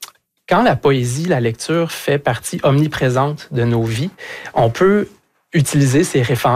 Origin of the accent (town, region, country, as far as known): Quebec, Canada